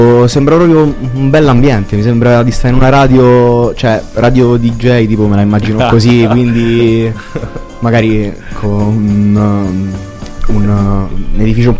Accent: Latina, Lazio, Italy; vengo da Latina, ho 21 anni, quasi 22

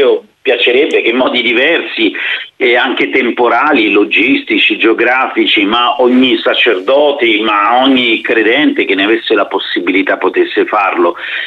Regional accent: Rome, Lazio, Italy; born there; also born or lived in Malawi; Io mi trovo nella parrocchia di Selva Candida, sono parroco, ma sono nel comune di Roma, sono nato a Roma.

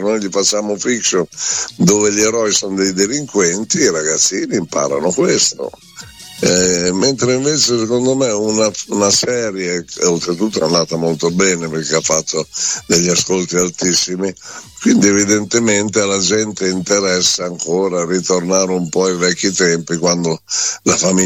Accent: Emilia-Romagna, Italy; essendo un emiliano romagnolo

